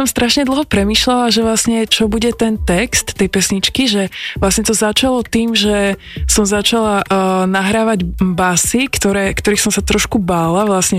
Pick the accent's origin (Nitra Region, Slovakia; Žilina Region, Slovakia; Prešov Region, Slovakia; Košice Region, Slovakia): Žilina Region, Slovakia; Martin; now in Prague, Czech Republic; by som chcela ísť práve do Martina, odkiaľ pochádzam